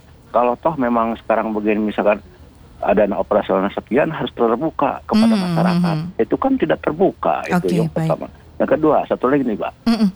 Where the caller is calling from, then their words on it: West Java, Indonesia; saya kalau penduduk Kabupaten Bandung Timur, kalau nyangkul sehari-hari ada di Kabupaten Garut karena perbatasan dengan Garut.